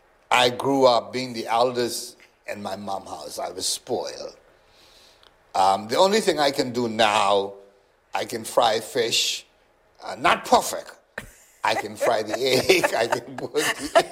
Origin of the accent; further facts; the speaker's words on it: Turks & Caicos Islands; growing up in East Harbor.